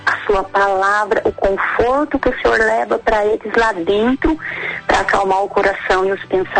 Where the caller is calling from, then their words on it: Brazil; Padre, eu falo de algum lugar do Brasil.